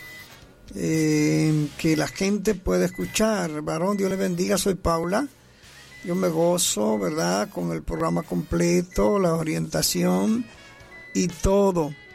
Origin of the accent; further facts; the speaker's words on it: Puerto Plata, Dominican Republic; Yo soy de Puerto Plata y acá he hecho una revolución.